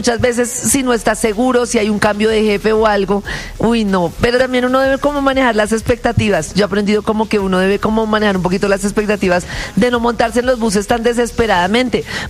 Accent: Colombia

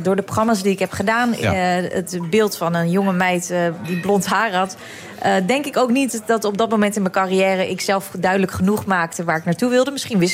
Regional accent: Netherlands; ik ben eigenlijk best wel verkaasd. Ik ben best wel Nederlands. Mijn moeder is een kleine, pittige Indo. Mijn vader is een Nederlander. Hmm. Ik ben nog nooit in Indonesië geweest.

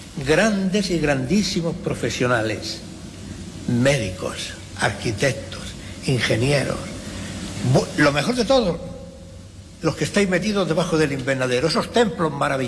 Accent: El Ejido, Andalusia, Spain; now in Almería, Spain; Y estos 45 años que he estado fuera, aunque he estado fuera, nunca me fui del todo, porque mi corazón seguía estando en el Ejido. Así que ahora mismo estoy en Almería, en la capital.

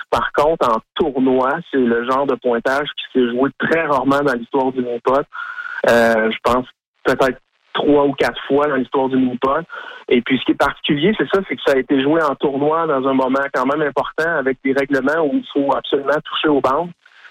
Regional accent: Bécancour, Quebec, Canada; Donc, je viens de Saint-Grégoire, dans la ville de Bécancour.

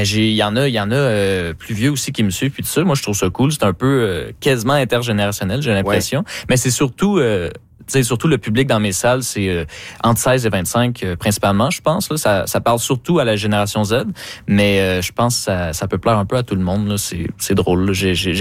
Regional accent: Saint-Jérôme, Quebec, Canada; moi, je viens de Saint-Jérôme, puis eux aussi.

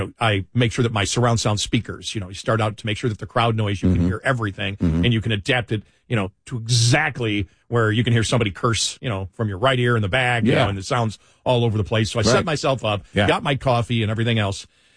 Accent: Buffalo, New York, United States

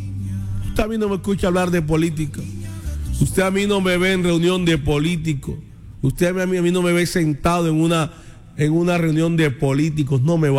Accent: Colombia; Somos colombianos todos. Todos somos colombianos.

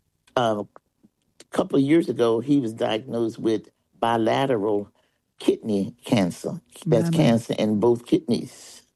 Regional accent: Palmyra, Virginia, United States; now in Philadelphia, United States; I hail from Palmyra, Virginia.

